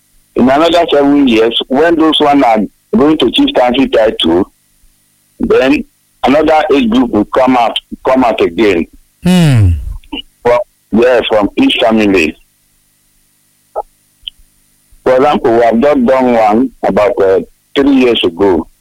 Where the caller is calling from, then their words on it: Igarra, Edo, Nigeria; I'm from Igala in Akoko Edo local government of Edo State.